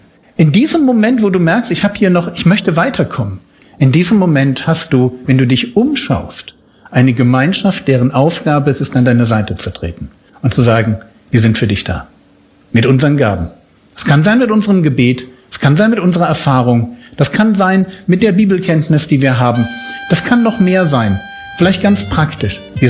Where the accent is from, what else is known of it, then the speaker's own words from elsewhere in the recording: Berlin, Germany; bin ja aus Berlin und in Berlin haben wir vielleicht mehr Leute